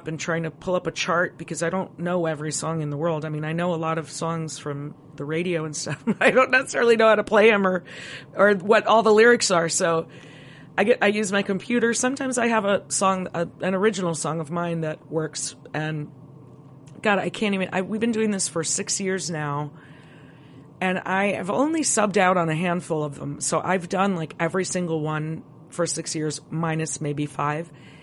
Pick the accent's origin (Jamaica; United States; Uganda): United States; Elmhurst, Illinois; locally around Chicago where I live in the suburbs. And I'm playing in Elmhurst, my hometown